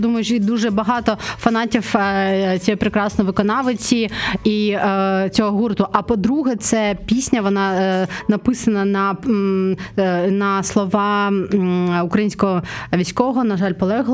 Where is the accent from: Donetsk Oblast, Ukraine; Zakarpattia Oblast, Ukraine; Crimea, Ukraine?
Crimea, Ukraine; Simferopol; І всі, хто сумує за Кримом так, як я, а я з Криму, Сімферополю